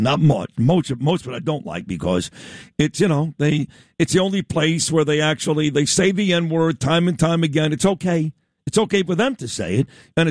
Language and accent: English; New York City, New York, United States; I'm from Brooklyn. I'm not from Paris, okay?